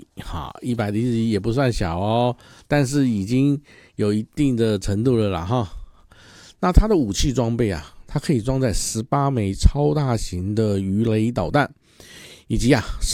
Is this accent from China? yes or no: no; Taiwan; 但是我们台湾这边的一些名词听起来会比较优美一点